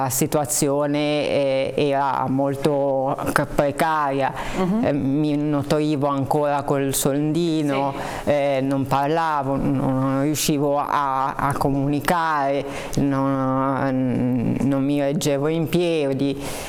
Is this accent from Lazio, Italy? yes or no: yes; Rome, Lazio, Italy; also born or lived in Genoa; perché io sono nato a Genova, ma poi per motivi di lavoro di mio padre ci siamo trasferiti a Roma.